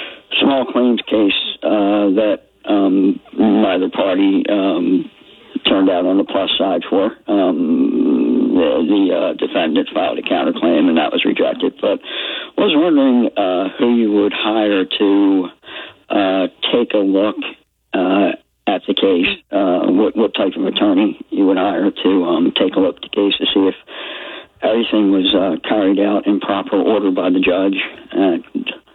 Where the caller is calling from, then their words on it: Tampa, Florida, United States; Oh, I'm calling from North Tampa.